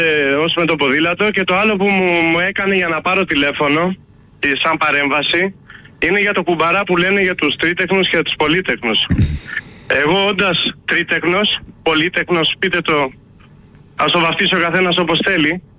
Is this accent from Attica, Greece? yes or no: yes; Athens, Attica, Greece; μεγάλωσα στο ψηδί, στο Θησίο, πρωτού γίνει πλακόστρωτο.